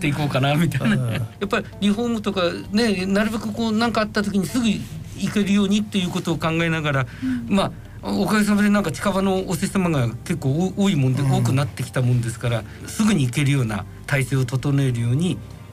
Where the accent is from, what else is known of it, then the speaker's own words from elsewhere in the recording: Tachikawa, Tokyo, Japan; 、立川で生まれ育ち、今年、59になってしまいました。